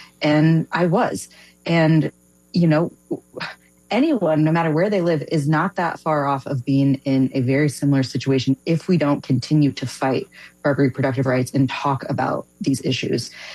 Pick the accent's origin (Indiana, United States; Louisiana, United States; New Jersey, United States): Indiana, United States; Fort Wayne; now in Austin, United States; I grew up in Indiana, so fellow Midwesterner up in here.